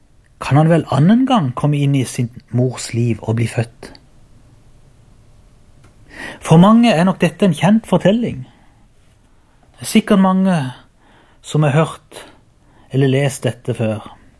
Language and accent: Norwegian; Byremo, Agder, Norway; Jeg kommer fra Byremo og hører til menigheten Ebenezer Byremo.